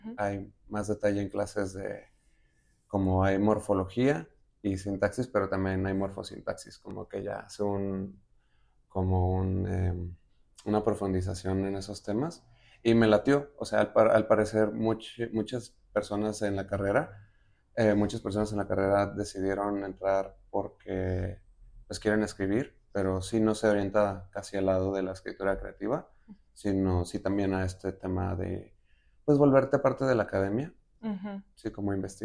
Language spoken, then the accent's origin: Spanish; Tijuana, Baja California, Mexico; yo soy de Tijuana, allá está la Universidad de Baja California